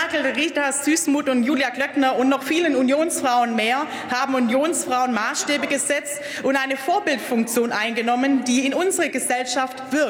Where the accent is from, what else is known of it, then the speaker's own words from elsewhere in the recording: Baden-Württemberg, Germany; Weil ich komme aus Baden-Württemberg.